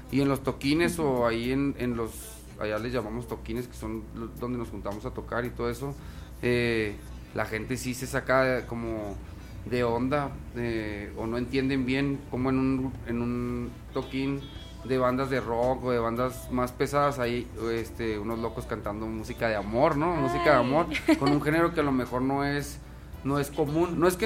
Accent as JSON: {"language": "Spanish", "region": "northern Mexico", "country": "Mexico", "said": "nosotros estamos en lo mero, mero arriba así de México"}